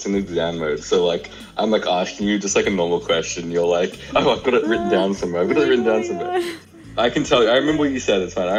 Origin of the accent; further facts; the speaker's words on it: Australia; being Australian